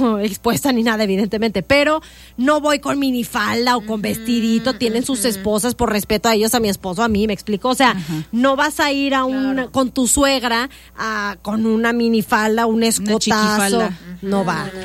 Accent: northern Mexico, Mexico; yo soy norteña.

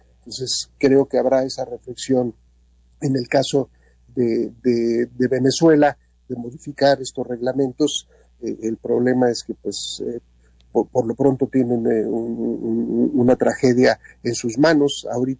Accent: Mexico

